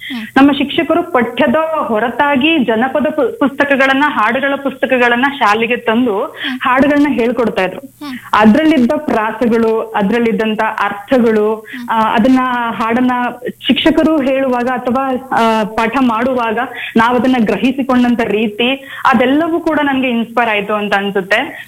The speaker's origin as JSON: {"language": "Kannada", "region": "Karnataka", "country": "India", "said": "ನಾನು ಕನಕಪುರ ತಾಲೂಕಿನ ಹೊಸದುರ್ಗ ಅನ್ನುವಂತಹ ಹಳ್ಳಿಯವಳು."}